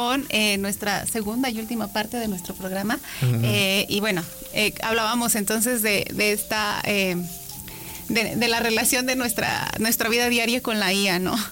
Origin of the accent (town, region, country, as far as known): Mexico